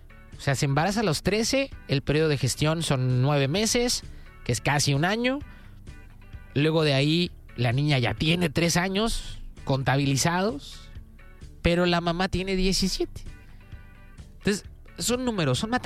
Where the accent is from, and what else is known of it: Mexico